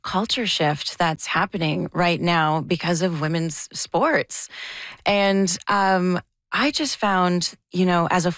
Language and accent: English; Ottawa, Ontario, Canada; I grew up playing soccer in Ottawa